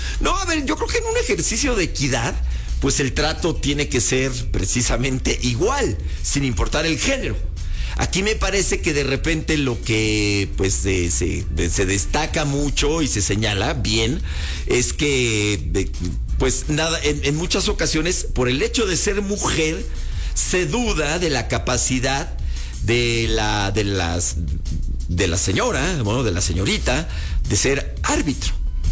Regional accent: Mexico; porque así somos también los mexicanos.

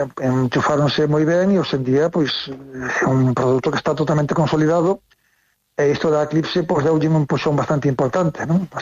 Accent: Baio, Galicia, Spain; Eu, como son da Costa da Morte, son de Baio, pois traios por aquí de visita.

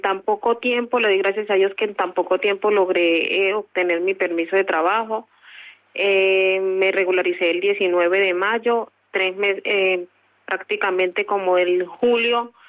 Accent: Venezuela; moved away as an adult; now in Spain; Tengo 43 años, soy de Venezuela. Yo llegué a España exactamente el 11 de diciembre del 2025.

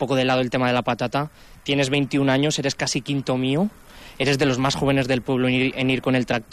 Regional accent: Cella, Aragon, Spain; moved away; yo me he venido a la localidad de Cella, a mi pueblo

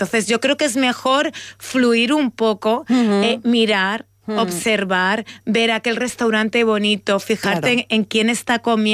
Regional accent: Castilla-La Mancha, Spain; a los que somos así de La Mancha y de zonas cálidas, cada vez nos gusta más.

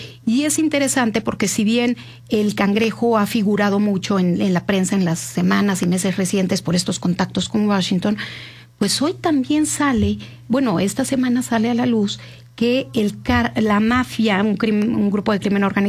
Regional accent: Mexico; Eso nos tiende a suceder a los mexicanos cuando pensamos en países quizá como China o como Cuba

